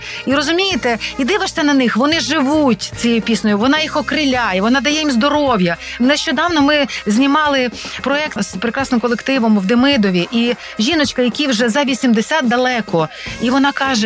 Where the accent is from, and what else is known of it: Ternopil, Ternopil Oblast, Ukraine; born there